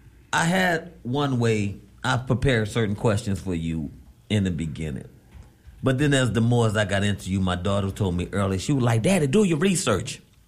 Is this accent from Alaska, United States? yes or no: yes; Muldoon, Alaska, United States; I'm from Muldoon. That's no problem for me.